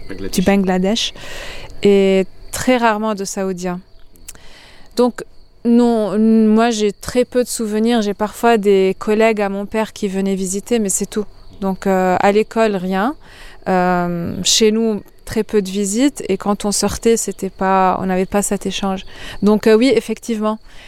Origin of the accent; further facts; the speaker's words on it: Lebanon; c'était la liberté déjà de déplacement, et de vivre, et d'aller où est-ce qu'on veut, quand on veut, qu'en tant que Libanais, j'ai pas.